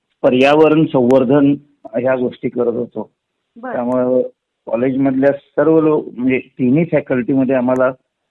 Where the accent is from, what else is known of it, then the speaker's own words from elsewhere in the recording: Kolhapur, Maharashtra, India; also born or lived in Kadgaon; आम्ही मूळचे तसे उकेरी तालुका अर्जुन. माझा जन्म कडगाव तालुका गडहिंग्लज जिल्हा कोल्हापूर, पण माझं बालपण सगळं कोल्हापुरात गेलेलं आहे.